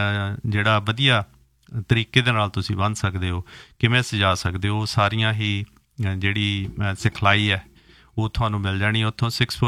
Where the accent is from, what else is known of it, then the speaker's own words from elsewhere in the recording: Gill Gakhal, Punjab, India; ਅਸੀਂ ਖੁਦ ਜਦੋਂ ਗਿੱਲਾਂ ਗਾਖਲਾਂ ਇਕੱਠਾ ਹੀ ਸਾਡਾ ਪਿੰਡ ਨੂੰ ਬੋਲਿਆ ਜਾਂਦਾ ਗਿੱਲ ਗਾਖਲ